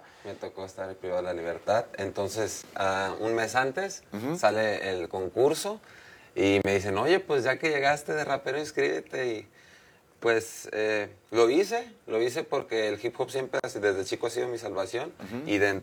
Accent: Tepic, Nayarit, Mexico; Soy de Tepic, Nayarit, orgullosamente.

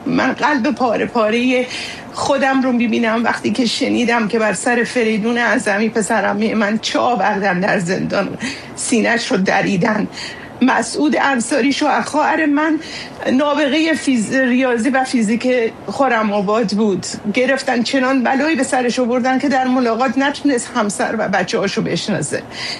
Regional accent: Iran; born there; moved away; در کشوری که زادگاهمون بود، در کشوری که دوستش میداشتیم

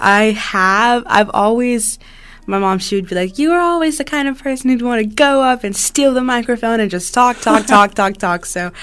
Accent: Virginia, United States; I was born and raised in Virginia

